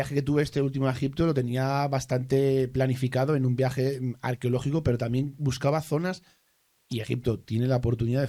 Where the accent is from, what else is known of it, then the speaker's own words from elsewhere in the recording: Spain; Porque verdaderamente España tenemos la desgracia...